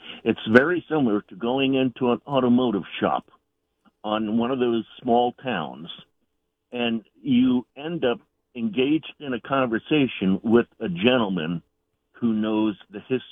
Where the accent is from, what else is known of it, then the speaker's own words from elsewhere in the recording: New Jersey, United States; I was raised in New Jersey, so yeah.